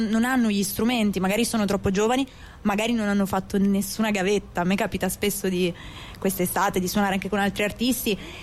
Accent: Turin, Piedmont, Italy; io sono di Torino, quindi sono un po' strega, sono un po' esoterica, insomma ce l'ho un po' nel sangue l'esoterismo

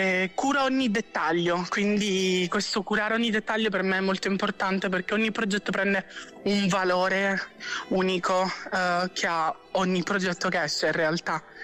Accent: Catania, Sicily, Italy; Io provengo da Catania ed è una città molto molto viva, ma è viva, è un vivere diverso rispetto a Milano.

